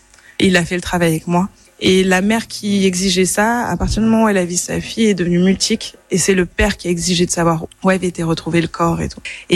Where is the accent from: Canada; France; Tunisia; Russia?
France; Nice, Provence-Alpes-Côte d'Azur; born there; Je suis sur Nice depuis que j'ai 8 ans.